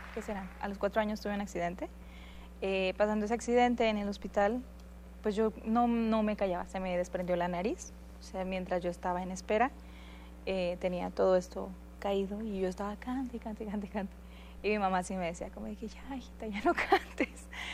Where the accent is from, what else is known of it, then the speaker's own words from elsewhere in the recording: Guadalupe, Nuevo León, Mexico; tengo 20 años y vengo de Guadalupe, Nuevo León, de la bonita ciudad de Monterrey.